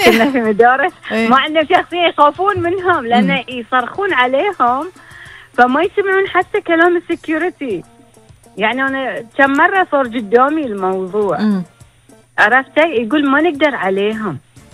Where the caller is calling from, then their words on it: Bahrain; احنا بحرينيين والكل يحب اخلاقنا